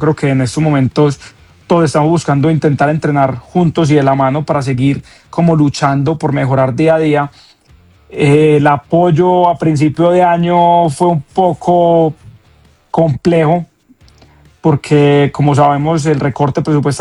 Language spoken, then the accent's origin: Spanish; Colombia; Nosotros vamos a representar a Colombia y demostrarlo de lo que somos capaces los colombianos.